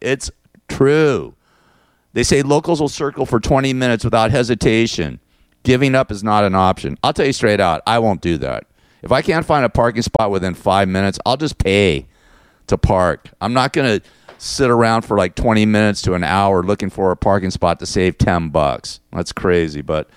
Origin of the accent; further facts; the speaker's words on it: Los Angeles, California, United States; I grew up in Los Angeles. I was born in Burbank. I'm an Angeleno to my soul. Looking forward to getting back home in the next 6 months.